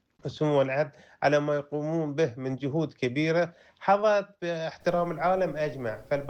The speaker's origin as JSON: {"language": "Arabic", "country": "Bahrain", "said": "حق أصيل لنا كبحرينيين"}